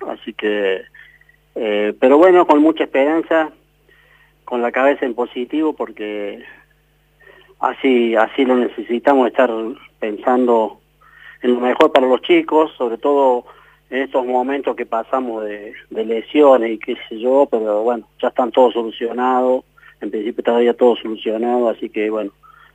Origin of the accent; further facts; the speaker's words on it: Argentina; now in Embalse, Argentina; como somos los argentinos